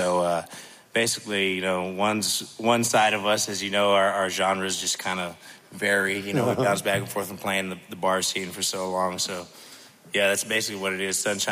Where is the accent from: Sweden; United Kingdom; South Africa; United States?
United States; Texas; now in Austin, United States; I'm from South Texas, and we're based out of Austin now.